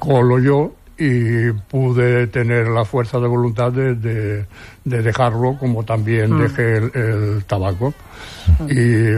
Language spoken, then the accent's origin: Spanish; Seville, Andalusia, Spain; now in Barcelona, Spain; nosotros cuando vinimos de Sevilla.